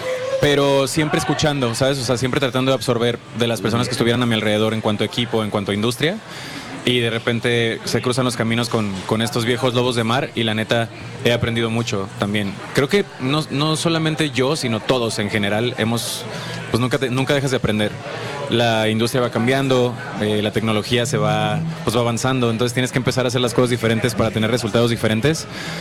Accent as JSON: {"language": "Spanish", "town": "Guadalajara", "region": "Jalisco", "country": "Mexico", "said": "yo soy de Guadalajara"}